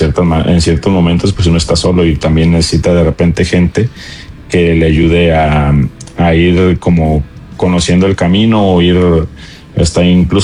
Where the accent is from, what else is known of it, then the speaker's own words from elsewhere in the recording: Noria de Ángeles, Zacatecas, Mexico; moved away as an adult; now in Costa Rica; es Noria de Ángeles, Zacatecas, y en específico de una comunidad que se llama el Puerto de Juan Alberto o Estación Genaro.